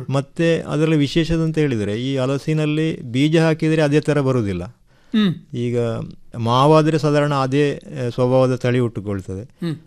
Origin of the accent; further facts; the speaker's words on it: Kerala, India; ನಮ್ಮ ಕೇರಳದ ಭಾಗದಲ್ಲೆಲ್ಲ